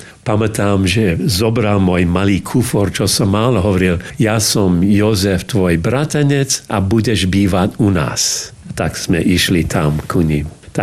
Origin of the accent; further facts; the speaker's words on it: New Westminster, British Columbia, Canada; born there; Slovak is a second language; also born or lived in Rome; v New Westminster bola slovenská farnosť. Tam boli jezuiti. William Lacko, Jan Žabka. Ja som bol ministrantom. A vtedy ešte omša bola v latinčine, tak som nemusel rozprávať po slovensky.